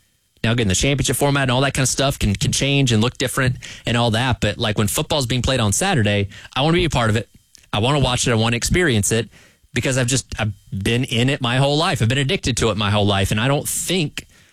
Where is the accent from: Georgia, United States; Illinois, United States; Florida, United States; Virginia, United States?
Georgia, United States; Atlanta; Like I grew up in Georgia, so I'm a Rays fan and a Falcons fan. And I chose those teams because they are representing my state, representing my city of Atlanta